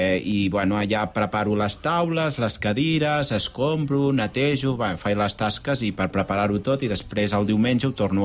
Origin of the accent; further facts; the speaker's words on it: Puigcerdà, Catalonia, Spain; also born or lived in Prades, France; Jo vaig néixer a Prades, a França, però des dels 11 mesos que visc allà a Puigcerdà.